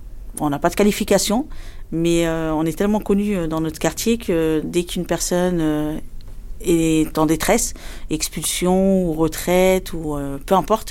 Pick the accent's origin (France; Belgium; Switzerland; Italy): France; Argenteuil, Île-de-France; j'ai 48 ans, je suis née à Argenteuil. Ça fait donc 48 ans que j'habite dans le quartier du Val-Nord.